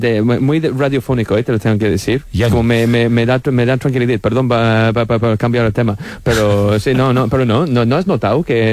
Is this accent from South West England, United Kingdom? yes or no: yes; South West England, United Kingdom; Spanish is a second language; No, Estados Unidos no, coño, yo soy de Reino Unido.